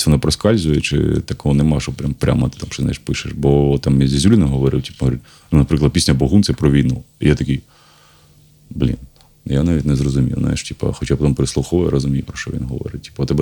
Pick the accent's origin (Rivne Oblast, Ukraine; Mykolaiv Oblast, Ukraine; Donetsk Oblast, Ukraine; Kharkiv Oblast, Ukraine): Kharkiv Oblast, Ukraine; Kharkiv; ну я харків'яни та знаю, що, але от коли люди приїжджають, мені дуже приємно, що моє місце